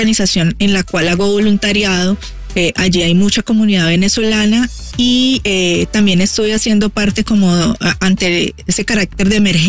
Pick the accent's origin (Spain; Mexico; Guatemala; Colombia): Colombia; moved away; Yo soy colombiana